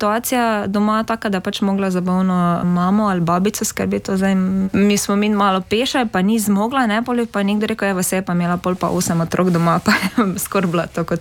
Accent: Rogatec, Savinjska, Slovenia; prihajam iz Rogatca. Po poklicu sem vzgojiteljica, stara sem 36 let

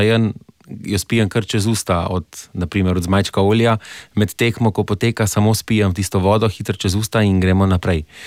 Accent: Ljubljana, Central Slovenia, Slovenia; prihajam iz Ljubljane.

